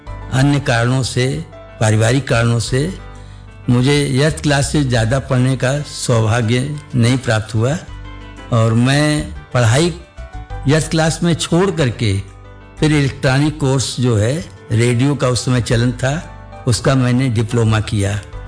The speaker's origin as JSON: {"language": "Hindi", "town": "Shahganj", "region": "Uttar Pradesh", "country": "India", "tie": "born there", "also_born_or_lived": "Mehnagar Bazar, Azamgarh district, Uttar Pradesh", "moved": "yes", "lives_now": "Ayodhya, India", "said": "मेरा जन्म जो है 29 अप्रैल 1959 को जौनपुर जिले के शाहगंज तहसील में हुआ, जहाँ मेरा ननिहाल था। वैसे मैं मूलतः आजमगढ़ जनपद के मेहनगर बाजार का रहने वाला था"}